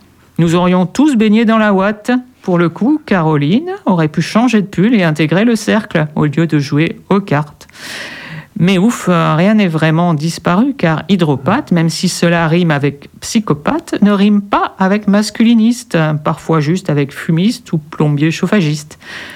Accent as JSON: {"language": "French", "region": "Hauts-de-France", "country": "France", "said": "Je sais. Enfin, je suis ch'ti, attention."}